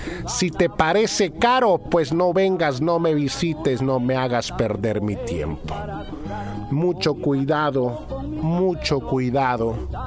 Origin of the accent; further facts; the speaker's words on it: Piura, Peru; Yo soy peruano, paisano, igual que usted. Bien peruano. La diferencia es que usted es de Huaraz y yo soy de Piura, de la Sierra de Piura.